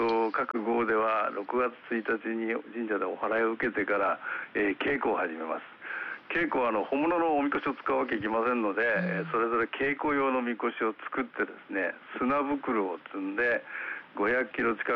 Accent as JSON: {"language": "Japanese", "region": "Nagasaki", "country": "Japan", "tie": "born or raised there", "said": "このうち岩林は私の地元なんです。"}